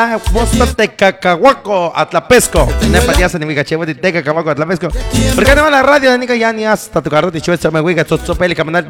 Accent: Oxoma, Mexico; en Oxoma, en mi pueblo querido, mi pueblo mágico

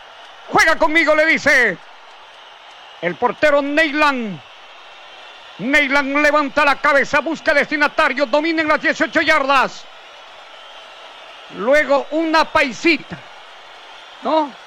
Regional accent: Peru; Yo soy orgullosamente peruano

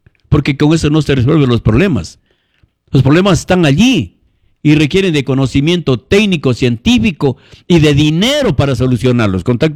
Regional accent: Ecuador; somos los ecuatorianos

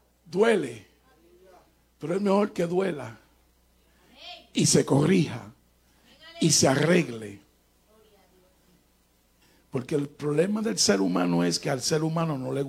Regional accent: Puerto Rico; moved away; also born or lived in Hawaii; Yo soy de Puerto Rico también.

